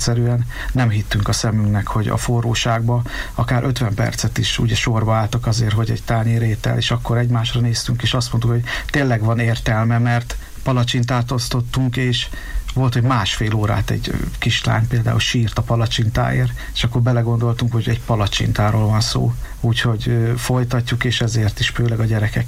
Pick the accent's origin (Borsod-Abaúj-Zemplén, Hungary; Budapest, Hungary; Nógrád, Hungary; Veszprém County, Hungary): Borsod-Abaúj-Zemplén, Hungary; Miskolc; én az Avason nőttem fel, aztán már most 12 éve vagyunk együtt a feleségemmel, és akkor így ő általa kerültem én oda le erre a környékre.